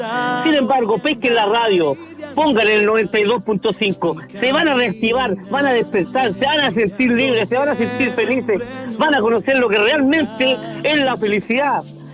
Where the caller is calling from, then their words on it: Puente Alto, Santiago Metropolitan Region, Chile; acá de Puente Alto.